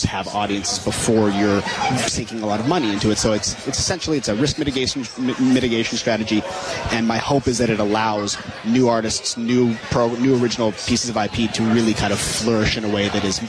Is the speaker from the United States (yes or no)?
no; Vancouver, British Columbia, Canada; born or raised there; moved away